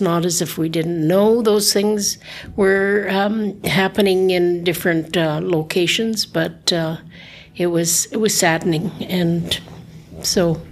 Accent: Whitehorse, Yukon, Canada; Well, I was born and raised here in Whitehorse.

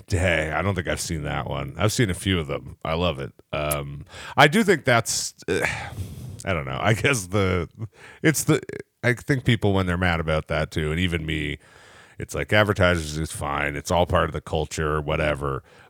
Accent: Ottawa, Ontario, Canada; I grew up in Ottawa, so

